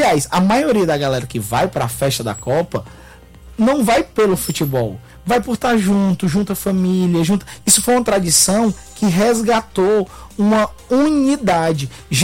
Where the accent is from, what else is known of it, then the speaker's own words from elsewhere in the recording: Barbalha, Ceará, Brazil; Eu sou de Barbalha, sou do Cariri, mas eu já perdi o D e o T faz tempo.